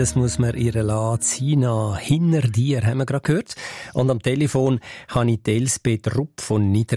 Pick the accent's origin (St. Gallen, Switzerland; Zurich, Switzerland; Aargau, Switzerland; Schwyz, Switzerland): Zurich, Switzerland; Also, als Zürcher würde ich sagen, er seich warm ist dann nachher, oder? Der See.